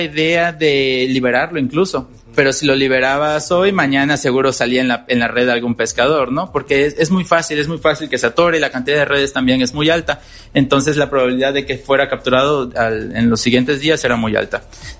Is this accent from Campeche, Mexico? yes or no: yes; Campeche, Mexico; now in Veracruz, Mexico; De donde yo soy, que es igual donde estamos, en la Laguna de Términos